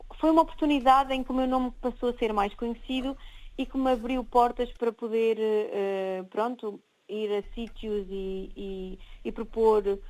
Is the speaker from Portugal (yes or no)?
yes; Aveiro, Portugal; born there; also born or lived in Porto; Família é de Aveiro. Entretanto, fui estudar teatro para o Porto.